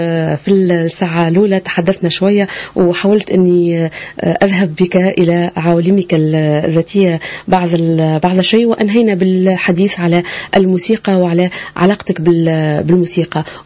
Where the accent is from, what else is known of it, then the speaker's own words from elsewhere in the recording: Tunisia; عندنا في تونس